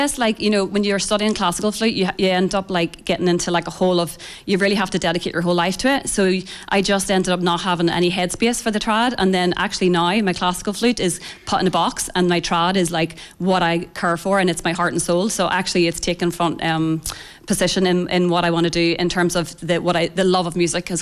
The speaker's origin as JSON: {"language": "English", "town": "Lurgan", "region": "Northern Ireland", "country": "United Kingdom", "tie": "born or raised there", "said": "Well, in Ireland, I grew up in Lurgan, and so I had lessons with Seamus Tansey. He just happened to live around the corner in Craigavon from me."}